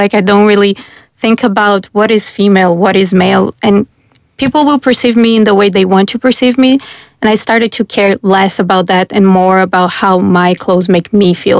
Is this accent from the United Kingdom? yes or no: no; Brazil; now in Ireland; I come from Brazil, which is a very colorful country.